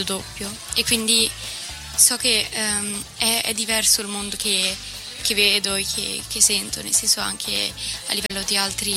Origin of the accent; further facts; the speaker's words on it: Saronno, Lombardy, Italy; now in Caderago, Italy; Sono terza linguistico, vengo da Saronno.